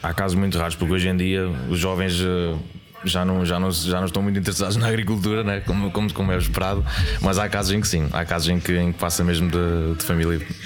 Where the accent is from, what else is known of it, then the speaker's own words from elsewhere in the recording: Centro, Portugal; now in Coimbra, Portugal; É a minha terra, pronto. Eu estou cá, há de ser sempre a minha terra.